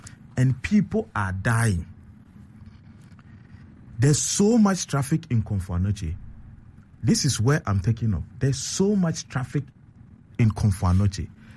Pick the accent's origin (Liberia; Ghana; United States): Ghana; Accra, Greater Accra; also born or lived in Upper West Region; I was born and bred in Mamobi, but I'm from Upper West Region. Because I wanted to have touch of the North, after schooling in Accra, completing Kotobabi 7 JHS, I decided to go up north for my secondary education.